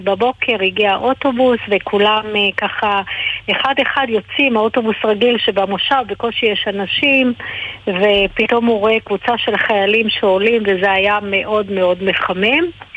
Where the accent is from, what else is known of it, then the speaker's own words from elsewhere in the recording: Jerusalem, Jerusalem District, Israel; now in Hadid, Israel; אז אני ירושלמית במקור, אני בעוד 6 ימים, אני לא יכולה להגיד שאני אחגוג 63